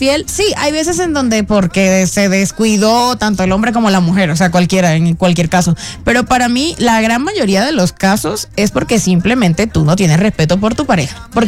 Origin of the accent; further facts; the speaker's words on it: Caribbean coast, Colombia; en la costa siempre decimos